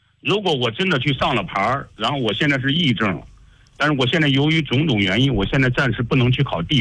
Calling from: Xinxiang, Henan, China; 我是新乡的。

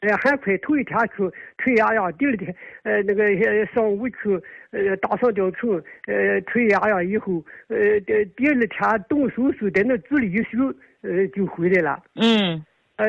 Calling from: Weifang, Shandong, China; 我是潍坊的听众，我今年80岁了。

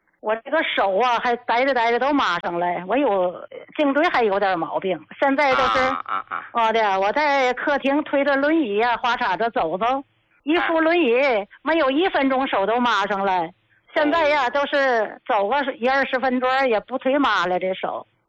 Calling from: Qinhuangdao, Hebei, China; 我是秦皇岛的人、

